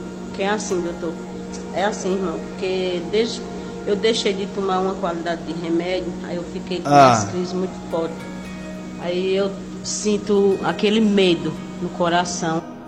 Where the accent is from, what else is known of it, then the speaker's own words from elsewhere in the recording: Toritama, Pernambuco, Brazil; Oi, irmão … do bairro Independente. Ah, sou de Toritama.